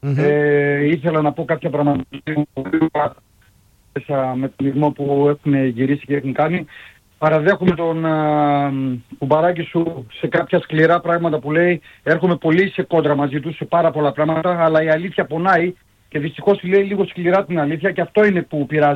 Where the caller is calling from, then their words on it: Alexandroupoli, Eastern Macedonia and Thrace, Greece; εγώ είμαι Παοκάρα, είμαι από Αλεξανδρούπολη, είμαι 52 χρονών